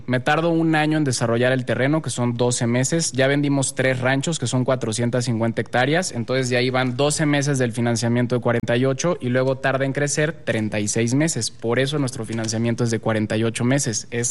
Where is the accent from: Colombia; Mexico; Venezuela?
Mexico; Yucatán; Doy gracias a Dios que soy yucateco porque la tierra es increíble